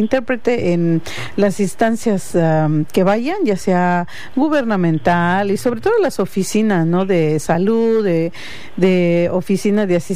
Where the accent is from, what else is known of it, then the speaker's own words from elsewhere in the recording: Oaxaca, Mexico; now in Arvin, United States; nosotros que somos de Oaxaca, pues hablamos una variedad de idiomas originarias, y pues los que hablamos puro español, que no hablamos también el inglés o viceversa